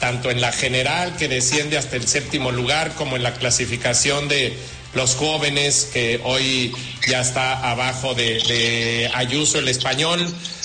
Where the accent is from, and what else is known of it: Mexico